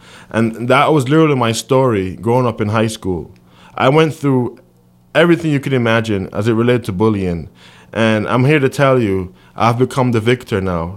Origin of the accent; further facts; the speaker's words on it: Jamaica; moved away as an adult; now in United States; I grew up in church in Jamaica, and my dad was a deacon.